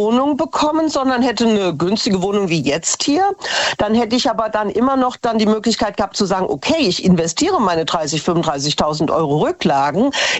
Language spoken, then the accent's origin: German; Hesse, Germany; Ich habe dann auch eine Community, eine Frau kannte ich schon früher von Hessen, wo ich herkomme.